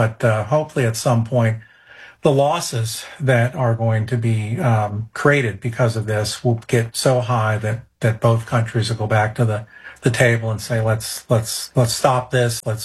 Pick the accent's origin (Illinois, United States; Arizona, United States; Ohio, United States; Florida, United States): Ohio, United States; now in North Carolina, United States; My home state of Ohio